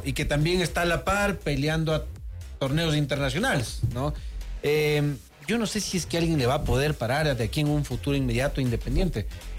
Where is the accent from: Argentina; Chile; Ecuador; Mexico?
Ecuador